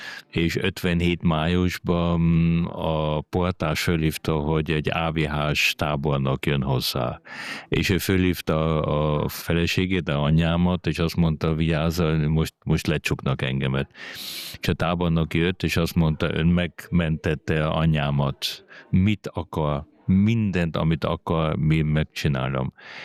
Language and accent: Hungarian; Vienna, Austria; born there; also born or lived in Hungary; Én 3,5, majdnem 4 éves voltam, igen. És én Bécsbe, amikor megjöttünk Bécsbe